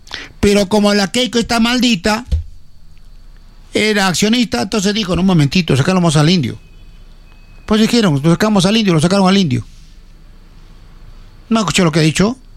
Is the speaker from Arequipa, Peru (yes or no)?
yes; Arequipa, Peru; me siento impotente como provinciano. Como provinciano de Arequipa